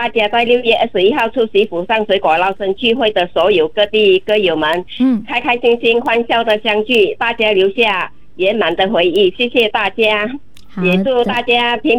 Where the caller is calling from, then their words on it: Singapore; 婉珍，你好，我是来自新加坡